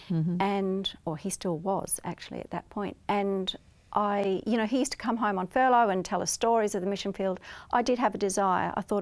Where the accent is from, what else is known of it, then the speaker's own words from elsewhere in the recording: Western Australia, Australia; born there; also born or lived in New Zealand; And so my childhood that I mostly remember was spent in WA.